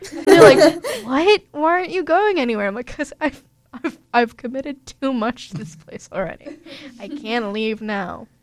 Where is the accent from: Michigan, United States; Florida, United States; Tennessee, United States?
Florida, United States; Sarasota; moved away as an adult; now in Orlando, United States; because I'm from Sarasota